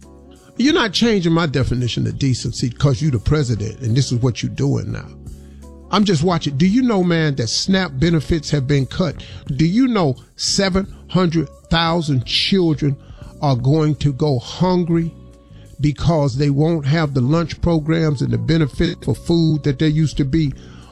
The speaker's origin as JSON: {"language": "English", "town": "Welch", "region": "West Virginia", "country": "United States", "tie": "born or raised there", "said": "I grew up in Welch, West Virginia. I saw colored only water fountains."}